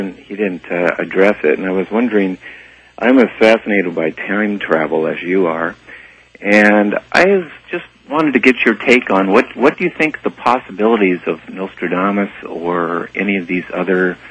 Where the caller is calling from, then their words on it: Palm Springs, California, United States; sir. Calling from Palm Springs.